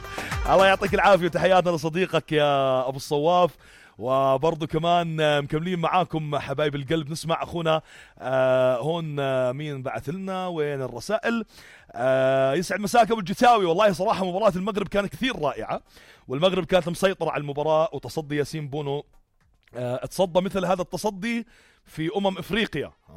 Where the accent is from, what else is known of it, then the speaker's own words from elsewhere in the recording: Jordan; عندنا بالأردن